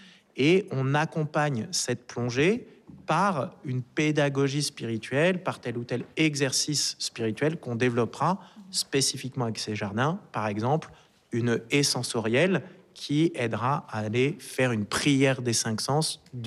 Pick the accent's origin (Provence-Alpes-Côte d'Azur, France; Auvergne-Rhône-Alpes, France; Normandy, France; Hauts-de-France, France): Provence-Alpes-Côte d'Azur, France; Marseille; born or raised there